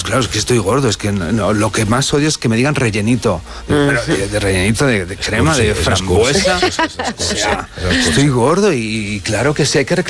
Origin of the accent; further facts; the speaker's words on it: Valladolid, Castile and León, Spain; yo soy castellano, sí. De Valladolid.